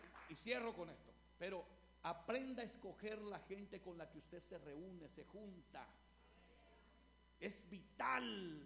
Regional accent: El Salvador; born there; Y no me ha logrado decir ningún hermano que soy salvadoreño, pero sí nací en El Salvador, ¿verdad?

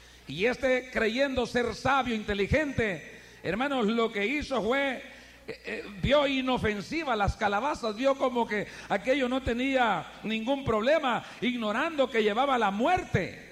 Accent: Eastern El Salvador, El Salvador; Bueno, somos salvadoreños orientales, tiene que ser el mismo nombre.

